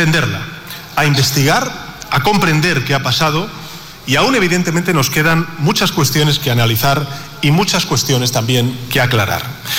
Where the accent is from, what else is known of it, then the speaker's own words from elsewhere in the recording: Spain; como presidente del Gobierno de España y como ciudadano español afirmo que hicieron lo correcto